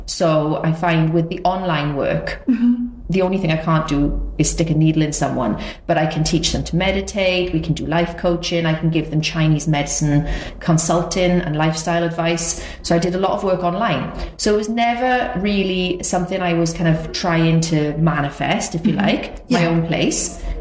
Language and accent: English; Swansea, Wales, United Kingdom; my hometown in Swansea.